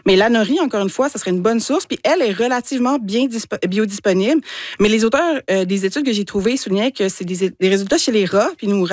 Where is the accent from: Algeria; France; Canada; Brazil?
Canada; Quebec; Tu sais, moi, je suis gaspésienne, fait que là, j'ai un gros biais par rapport aux algues.